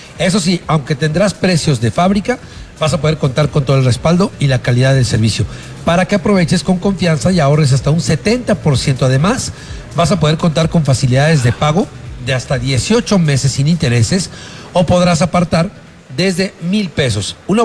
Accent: León, Guanajuato, Mexico; y a León, sí, o sea, no. Mi tierra natal.

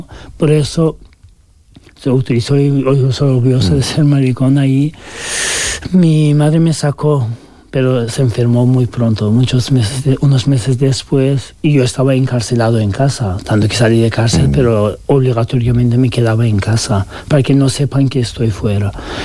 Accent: Turkey; Spanish is a second language; moved away as an adult; now in Spain; soy turco y podía pasar más fácil que los otros muchos, pero de igual forma molestaban mucho y querían deportarme a Irán.

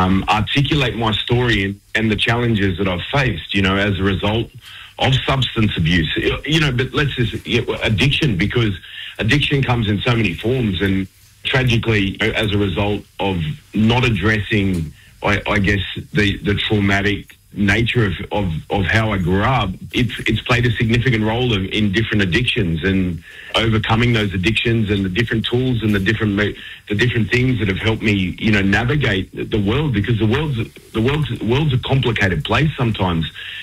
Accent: Sydney, New South Wales, Australia; I didn't grow up on country. I wasn't afforded that privilege, and I grew up down in Sydney, but I was, nurtured by, predominantly around Redfern, Waterloo and that area growing up.

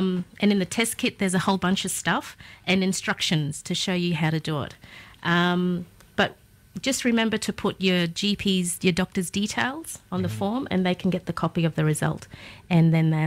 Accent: Darnley Island, Queensland, Australia; my family's from Darnley Island in the Torres Strait.

